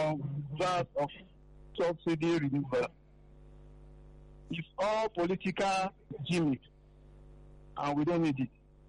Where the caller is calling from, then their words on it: Ojo, Lagos, Nigeria; I'm calling from Ojo.